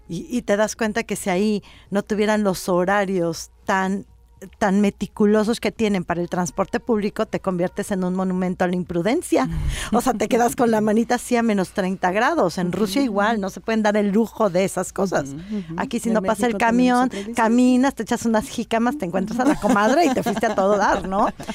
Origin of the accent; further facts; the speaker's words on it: Mexico; yo soy mexicana, estoy súper orgullosa de lo que somos.